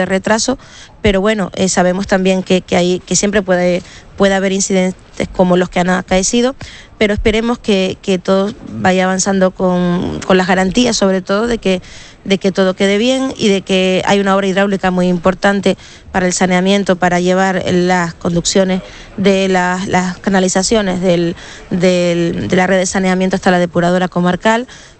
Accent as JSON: {"language": "Spanish", "town": "Candelaria", "region": "Canary Islands", "country": "Spain", "said": "la Virgen de Candelaria y la labor social que realizan en nuestro municipio"}